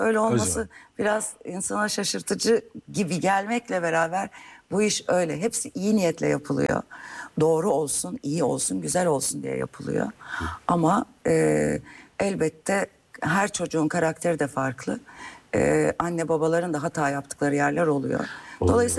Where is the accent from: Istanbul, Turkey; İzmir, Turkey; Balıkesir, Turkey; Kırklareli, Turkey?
Kırklareli, Turkey; Lüleburgaz; oranın hafif doğası, bir... insanı, büyüdüğüm yer.